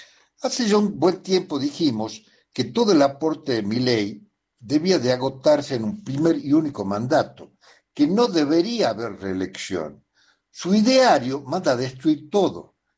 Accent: Argentina

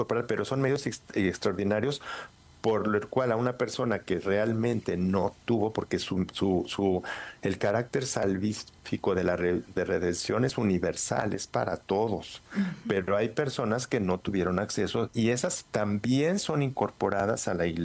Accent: Mexico; Porque ella escogió esa casa y porque yo soy mexicano.

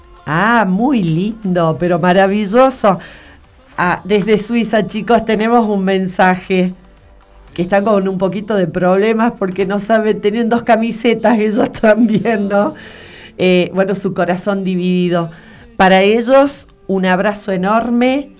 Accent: Catamarca, Argentina; Yo soy argentina, claro, muy orgullosa.

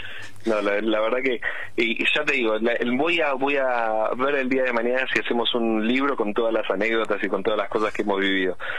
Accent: Argentina; moved away; yo me crié, me viví en la Argentina y me perfeccioné en la Argentina como cantante

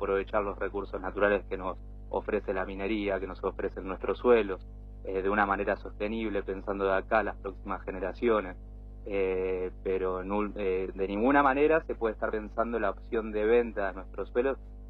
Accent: Mar del Plata, Buenos Aires Province, Argentina

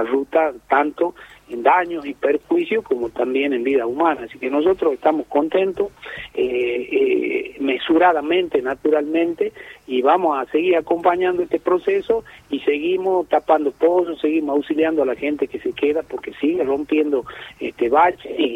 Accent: Metán, Salta, Argentina; como vecino nacido y criado en Metam

